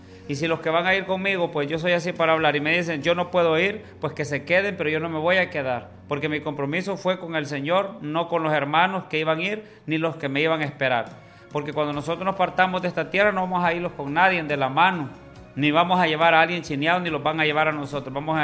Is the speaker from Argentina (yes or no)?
no; Coatepeque, Santa Ana, El Salvador; now in near the Guatemala border, El Salvador; crecí en el Resbaladero, hermanos, pero nos encontramos ya, hermano, en lo que es las fronteras hacia Guatemala, pues por acá estamos nosotros ya ubicados.